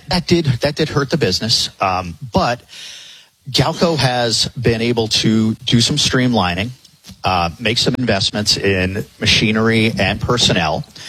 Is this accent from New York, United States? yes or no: no; Connecticut, United States; now in Arizona, United States; You know, I grew up in Connecticut, but I went to gun sight shortly after I moved out here to Arizona in 2003.